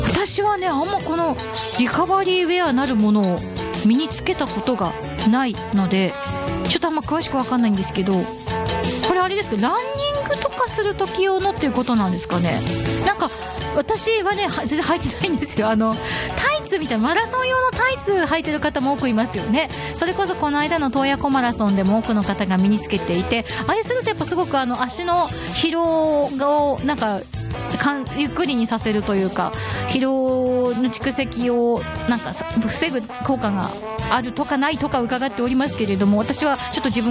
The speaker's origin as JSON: {"language": "Japanese", "region": "Hokkaido", "country": "Japan", "said": "北海道民としてもトウモロコシの産地ですからやってみたいなと思いました。"}